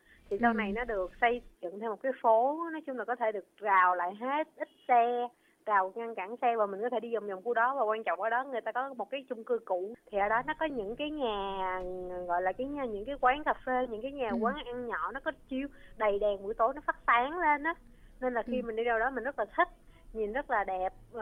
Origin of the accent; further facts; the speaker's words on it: Ho Chi Minh City, Vietnam; Mình từ nhỏ lớn sinh sống ở Hồ Chí Minh luôn bạn, nên là chắc cũng gần 30 năm rồi đó.